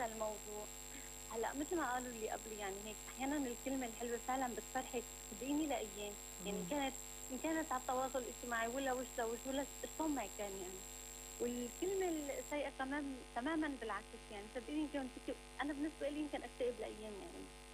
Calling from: Aleppo, Aleppo Governorate, Syria

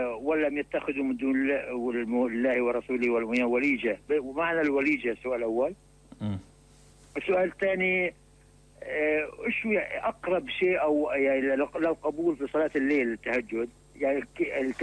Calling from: Aleppo, Aleppo Governorate, Syria

